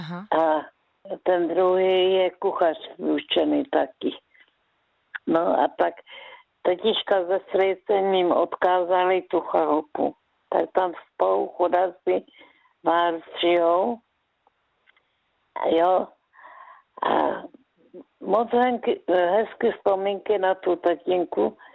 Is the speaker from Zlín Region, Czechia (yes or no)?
yes; Velké Karlovice, Zlín Region, Czechia; born there; jsem měla teď se do Velké Karlovic, kde je moje rodiště.